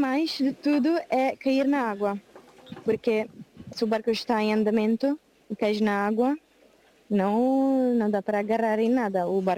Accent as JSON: {"language": "Portuguese", "country": "Italy", "moved": "yes", "lives_now": "Portugal", "said": "Eu sou italiana"}